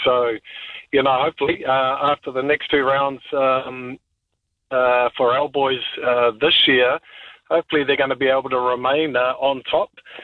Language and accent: English; New Zealand; But, you know, for us as Kiwi players, we just sort of focused on us.